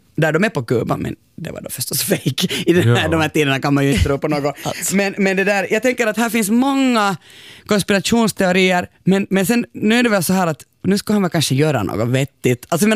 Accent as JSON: {"language": "Swedish", "region": "Uusimaa", "country": "Finland", "accent": "Nyland dialect"}